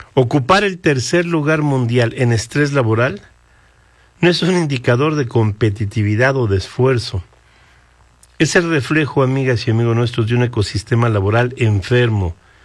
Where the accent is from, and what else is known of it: Mexico